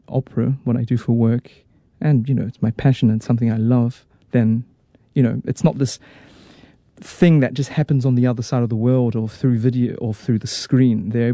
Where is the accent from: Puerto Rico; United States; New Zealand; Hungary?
New Zealand; also born or lived in Australia; No, I was born in Australia, but that was very brief, but I grew up here in New Zealand. So I'm very much, I call myself a Tongan Kiwi.